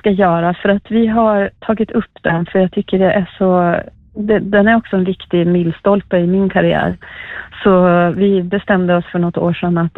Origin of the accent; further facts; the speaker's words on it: Umeå, Västerbotten County, Sweden; Jag växte upp i Umeå, vi flyttade in till Umeå när jag var 12-13 år, och då var det ju en otroligt stor våg av metal och hardcore.